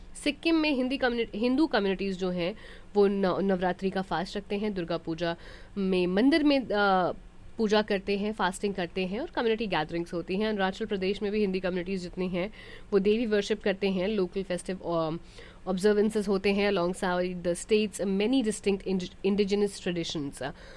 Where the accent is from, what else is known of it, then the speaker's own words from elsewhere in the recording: Bihar, India; मैं बिहार से हूँ